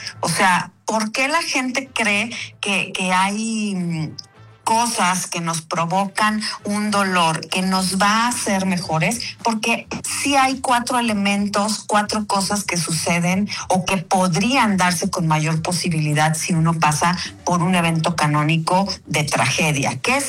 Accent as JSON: {"language": "Spanish", "country": "Mexico", "said": "Como mexicanos, luego tenemos muchísimo la idea o la creencia de que tenemos que merecer las cosas"}